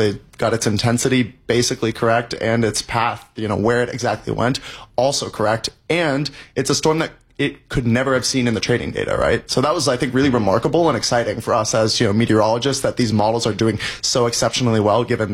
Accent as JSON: {"language": "English", "region": "Florida", "country": "United States", "tie": "born or raised there", "also_born_or_lived": "Los Angeles", "moved": "as an adult", "said": "I grew up in Florida."}